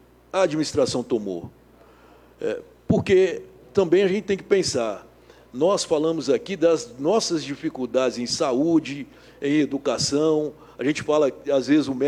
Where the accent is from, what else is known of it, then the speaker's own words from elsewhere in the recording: Brazil; eu que cresci ali na Vila Cruzeiro, eu cresci do lado da festa